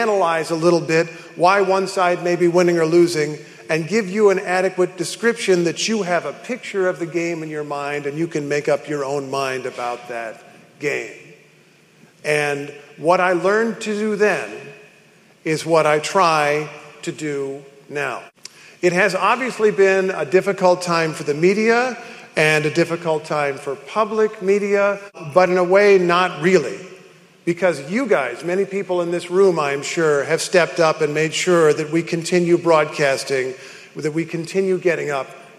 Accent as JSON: {"language": "English", "town": "Carmel", "region": "Indiana", "country": "United States", "tie": "born or raised there", "also_born_or_lived": "Kentucky", "moved": "as an adult", "said": "I'm originally from Indiana, from Carmel, a suburb of Indianapolis"}